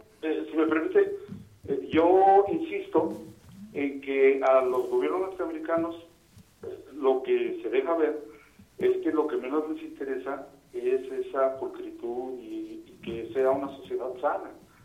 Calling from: Fresnillo, Zacatecas, Mexico; Aquí en Fresnillo.

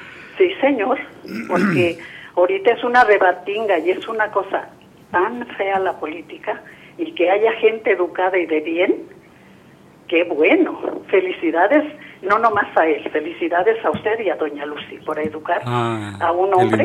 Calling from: Zacatecas, Mexico; Pero soy zacatecana, y muy zacatecana.

